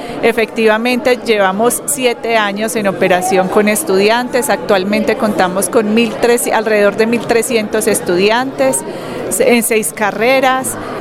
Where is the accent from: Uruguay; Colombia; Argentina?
Colombia; Cesar; also born or lived in Manizales / Cartagena; Yo soy manizaleña, pero cesarense de corazón. Toda mi infancia o parte de mi infancia viví en La Gloria Cesar, en Aguachica Cesar, en el Bolívar también viví, en Cartagena.